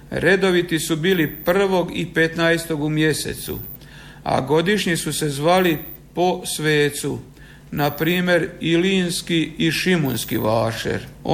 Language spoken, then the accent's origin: Croatian; Strizivojna, Osijek-Baranja County, Croatia; Mi iz Strizivojne smo bili orijentirani na Đakovački, Vrpoljački i Andrejevački vašer.